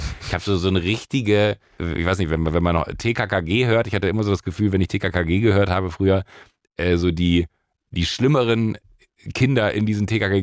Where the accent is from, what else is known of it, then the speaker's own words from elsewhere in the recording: Rhineland, Germany; ich bin im Rheinland da groß geworden